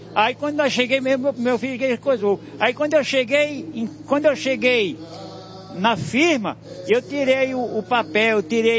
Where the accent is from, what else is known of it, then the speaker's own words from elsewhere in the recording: Nazaré Paulista, São Paulo, Brazil; Eu venho do interior de Nazaré Paulista.